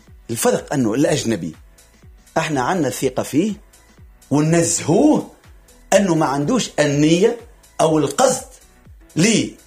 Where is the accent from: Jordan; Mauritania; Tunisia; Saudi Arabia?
Tunisia; Sahel; راني أنا ساحلي لكن أنا تونسي